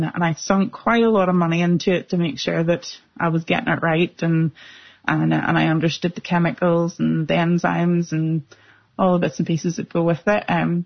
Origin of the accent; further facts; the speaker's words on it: Northern Ireland, United Kingdom; also born or lived in Australia; So I came home from Australia with a brand new plan. There's absolutely nowhere in Northern Ireland that you can get training. So I had to go to England a couple of different courses over the times.